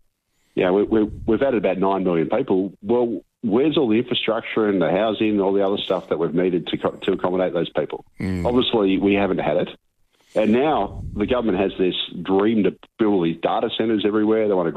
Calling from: Melbourne, Victoria, Australia; Now I'm calling you from Victoria or from Melbourne in particular

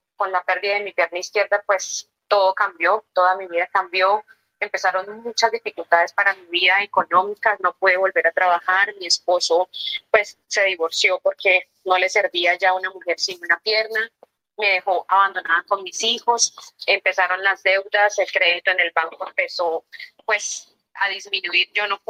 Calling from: Caparrapí, Cundinamarca, Colombia; Caparrapí, Cundinamarca.

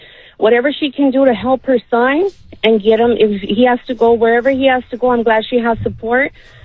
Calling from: Los Angeles, California, United States; we grew up in the 90s like concrete. You know, I'm from West Adams.

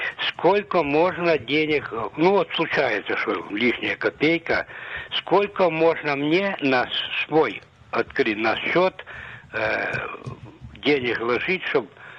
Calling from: Dimona, Southern District, Israel; из Димоны.

